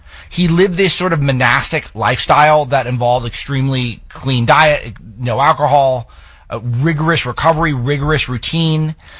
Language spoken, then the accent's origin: English; United States; It's not that accessible as a American sports watcher to see a game where a team could be dominating and the score was still 0-0.